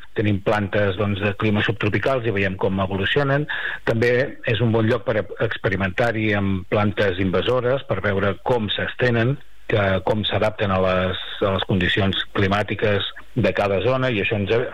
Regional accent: Catalonia, Spain; A casa nostra, a Catalunya

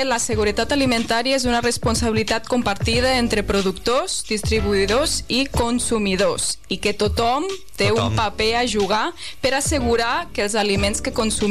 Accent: Lleida, Catalonia, Spain; Ja que sóc de Lleida

